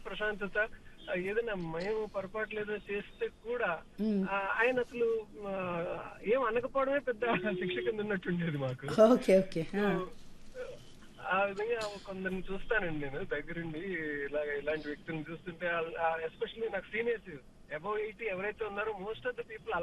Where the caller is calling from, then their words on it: Hyderabad, Telangana, India; నేను హైదరాబాద్ నుంచి మాట్లాడుతున్నాను.